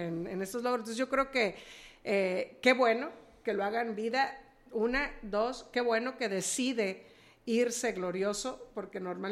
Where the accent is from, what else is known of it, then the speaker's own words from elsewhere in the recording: Mexico; a nosotros se nos durmió como mexicanos en su momento